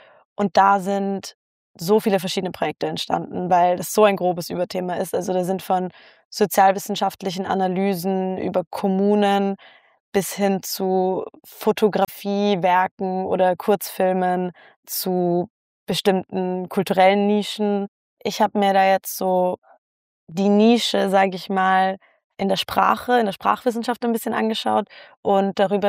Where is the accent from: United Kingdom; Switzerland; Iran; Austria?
Austria; Vienna; moved away as an adult; now in Berlin, Germany; ich komme aus Wien